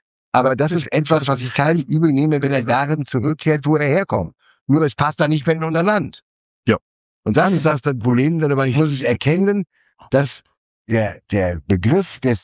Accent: Germany; die Blutsbande, ja, von der familiären Abstammung, die uns als Deutsche auswies.

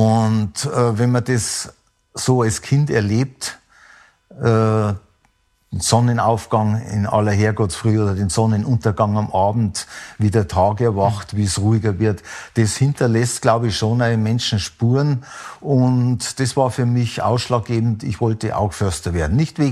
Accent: Fall, Bavaria, Germany; born there; Ich bin gebürtiger Oberbayer, bin geboren in einer Ortschaft, die es heute gar nicht mehr gibt. Auch so eine Besonderheit, nämlich in Fall.

